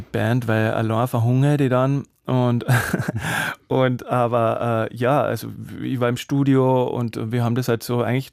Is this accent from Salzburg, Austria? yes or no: yes; Salzburg, Austria; ich meine, ich komme wirklich aus Salzburg, und da ist halt der Mozart